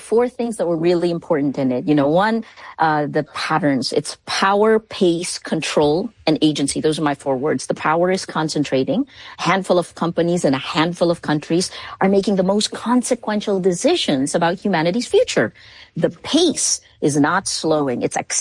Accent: Philippines; Because I come from the Philippines.

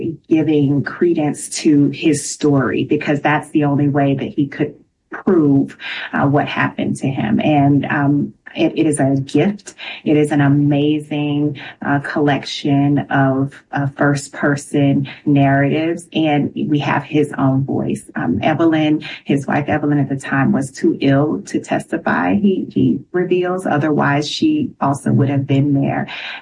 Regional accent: Nashville, Tennessee, United States; We are in Nashville. I was raised in Nashville. I have all kinds of relatives that are still there.

